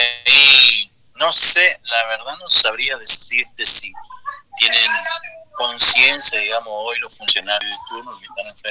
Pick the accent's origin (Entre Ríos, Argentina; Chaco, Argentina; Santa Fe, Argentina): Chaco, Argentina; La Leonesa; Yo estoy en este momento estoy en la ciudad de Resistencia, estoy a 80 kilómetros de mi localidad. Ajá. Yo estoy en la Leonesa.